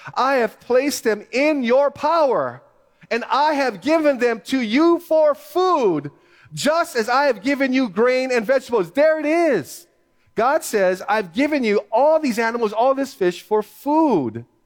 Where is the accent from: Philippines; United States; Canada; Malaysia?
Philippines; I'm Filipino.